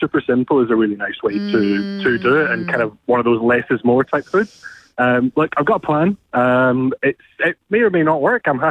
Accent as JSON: {"language": "English", "region": "Scotland", "country": "United Kingdom", "moved": "yes", "lives_now": "Australia", "said": "I am an import, a bit of a ringer. So it's funny talking to Australians about barbecue as a Scot."}